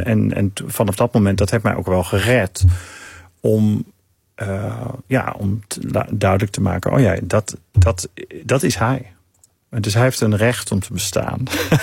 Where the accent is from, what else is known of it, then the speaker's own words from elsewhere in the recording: Germany; moved away; Nee, ik ben toch ook uit dat land.